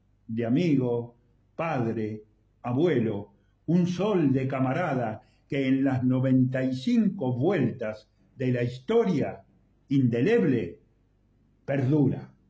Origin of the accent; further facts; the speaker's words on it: Argentina; En mi condición de argentino, que desde hace 28 años recibo el enorme cariño y la hermandad por sentirme abrazado como un cubano más